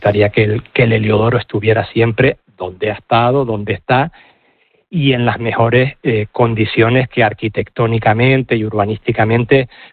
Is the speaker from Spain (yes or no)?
yes; Tenerife, Canary Islands, Spain; soy de Tenerife, esta es mi isla